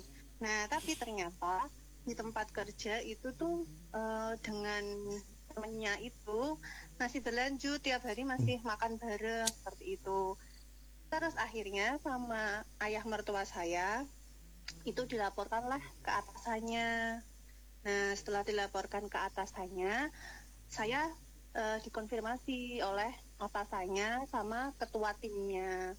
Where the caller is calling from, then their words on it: Boyolali, Central Java, Indonesia; Dari Boyolali.